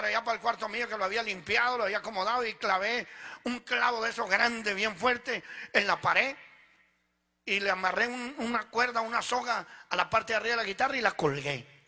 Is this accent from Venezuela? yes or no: yes; Venezuela; moved away as an adult; also born or lived in Italy; now in Sacramento, United States; Yo nací en Italia, yo soy italiano. Llegué como a la edad de 7 años allá en Venezuela. Ahí nos criamos. Estuve viviendo allá en Venezuela como casi 37, 38 años, no sé cuánto. Ahora tengo 53.